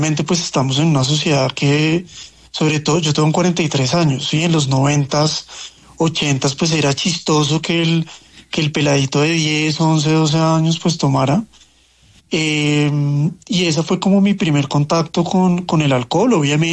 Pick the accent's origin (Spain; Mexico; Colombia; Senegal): Colombia; Bogotá; Yo soy adicto en recuperación, soy alcohólico, soy bogotano, tengo 43 años.